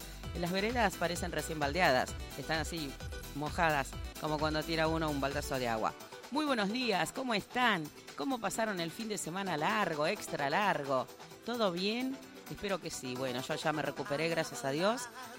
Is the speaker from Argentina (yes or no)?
yes; Argentina; así somos los argentinos.